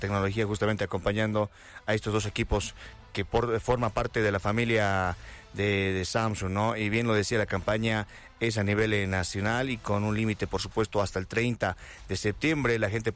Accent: Bolivia

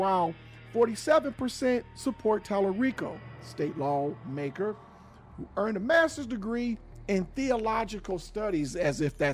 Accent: Ohio, United States; running for governor in my home state of Ohio.

